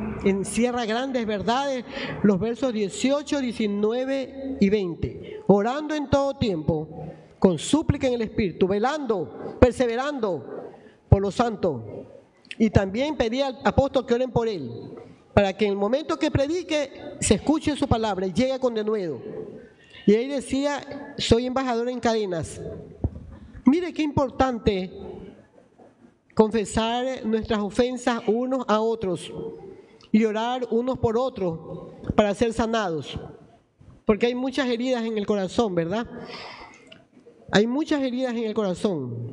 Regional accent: Guayaquil, Guayas, Ecuador; born there; Usted dígale gracias porque nací en Guayaquil. Nunca reniegue donde nació. A mí me ruegan que me vaya a vivir a otro país.

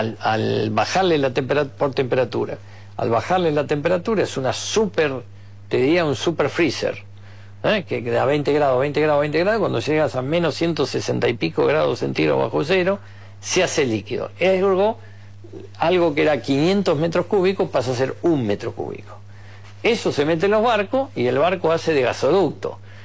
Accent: La Plata, Buenos Aires Province, Argentina; yo soy platense

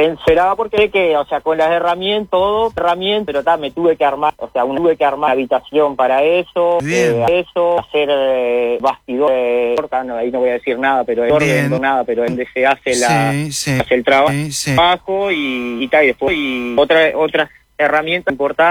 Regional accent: San Carlos, Maldonado, Uruguay; moved away as an adult; now in José Ignacio, Uruguay; Soy de San Carlos de Maldonado, pero temas laborales, 4 años y medio que estamos en Ignacio.

